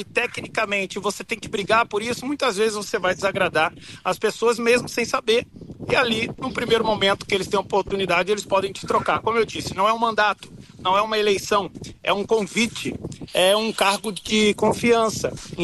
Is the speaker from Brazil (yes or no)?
yes; Brazil; also born or lived in United States; Eu me mudei dos Estados Unidos para o Brasil, voltei para o meu país, né, meu país natal, é, a minha nação, meu país que eu amo, mas eu estava nos Estados Unidos a trabalho, estava há 8 anos já